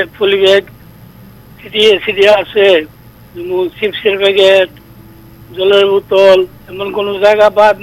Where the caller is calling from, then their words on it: Madhupur, Tripura, India; আমি মধুপুর থেকে